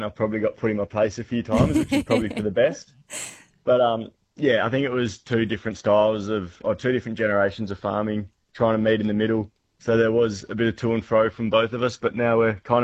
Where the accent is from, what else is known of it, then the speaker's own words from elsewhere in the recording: Western Australia, Australia; also born or lived in Perth; Grew up, born and raised in Quarter and then moved away and studied an agribusiness degree at Curtin in Perth for 3 years before coming home.